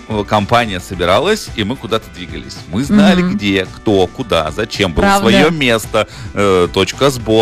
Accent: Omsk, Omsk Oblast, Russia; moved away; я все детство провел в Омске.

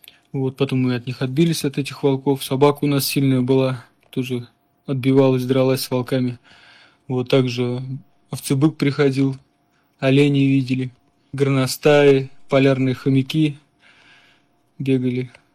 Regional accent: Buryatia, Russia; moved away as an adult; now in Cape Chelyuskin, Russia; я родом из Республики Бурятия. На данный момент живу и работаю на самой северной точке континента Евразия, мыс Челюскин.

